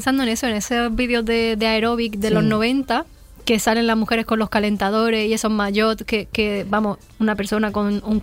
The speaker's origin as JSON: {"language": "Spanish", "town": "El Ejido", "region": "Andalusia", "country": "Spain", "said": "Yo soy de Elegido, o sea, yo vivo en Elegido. Elegido es un pueblo, no es Almería, no es una ciudad."}